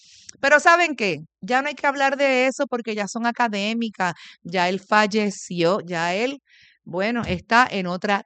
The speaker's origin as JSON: {"language": "Spanish", "country": "Puerto Rico", "said": "Así somos los puertorriqueños."}